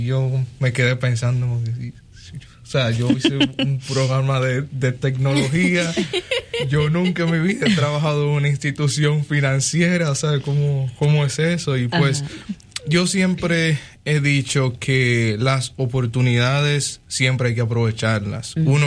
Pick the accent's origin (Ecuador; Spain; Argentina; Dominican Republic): Dominican Republic; Yo soy dominicano.